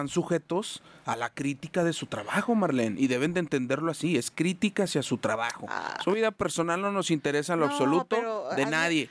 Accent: Zacatecas, Mexico; Pues nos quedamos ahí en Malinali, mi tierra Zacatecas, testigo qué pasa.

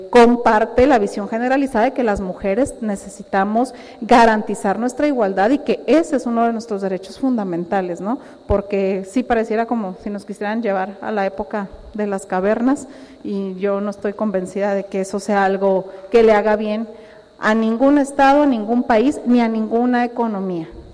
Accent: Mexico; el Mundial yo creo que a todos nos dejó como mexicanos un buen sabor de boca

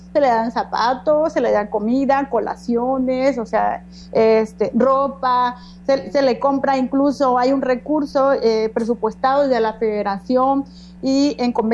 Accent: Tabasco, Mexico; tenemos la obligatoriedad como tabasqueñas, como mexicanas

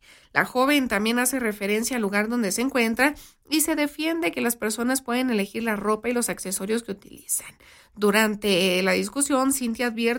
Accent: Mexico; todos los días somos mexicanos, nosotros los mexicanos.

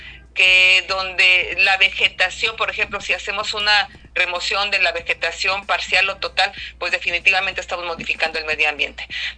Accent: La Paz, Baja California Sur, Mexico; now in Mazatlán, Mexico; Yo soy de Baja California Sur, de La Paz, ahorita vivo en Mazatlán, pero soy de La Paz.

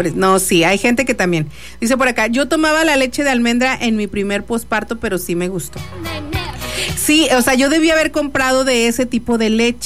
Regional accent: Mexico; aquí como buen mexicano

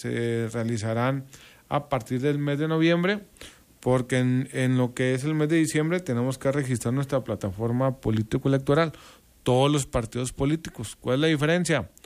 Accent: Mexico; A veces nosotros como mexicanos decíamos antes, ay, mira, pobrecito Venezuela, pobrecito Brasil, y demás países.

